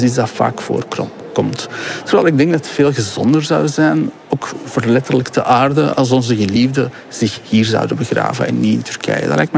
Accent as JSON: {"language": "Dutch", "region": "Flanders", "country": "Belgium", "said": "Kijk, als Vlaamse Turk heb ik begrafenissen meegemaakt van Vlamingen, maar ook van Turken."}